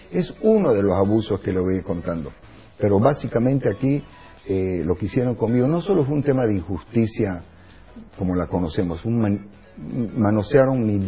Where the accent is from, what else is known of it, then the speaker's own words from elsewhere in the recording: Bolivia; moved away as an adult; No tenía recursos económicos para vivir en ningún país como cualquier boliviano